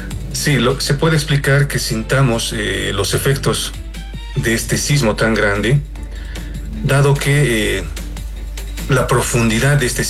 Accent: La Paz, Bolivia

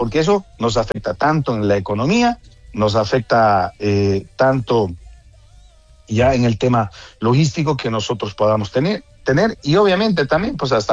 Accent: Bolivia; A mí me llena de orgullo como boliviano y como presidente de un club profesional

